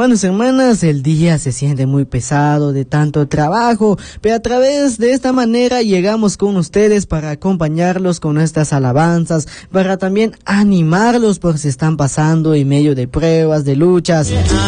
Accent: Guatemala; aquí en nuestro hermoso país de Guatemala

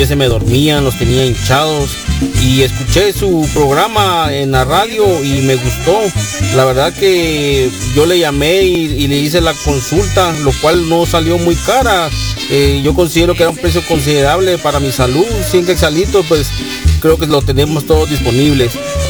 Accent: Todos Santos Cuchumatán, Huehuetenango, Guatemala; Yo lo visito de Todo Santo de Huehuetenango, maestro.

